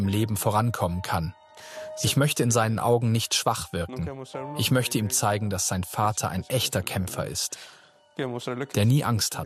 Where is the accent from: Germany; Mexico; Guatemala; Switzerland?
Guatemala; Guatemala City, Guatemala Department; moved away as an adult; Ich bin 30 Jahre alt. Ich komme aus der Hauptstadt Guatemalas.